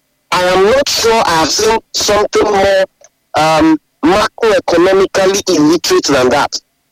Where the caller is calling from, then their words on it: Ibadan, Oyo, Nigeria; I'm calling from Oluyole.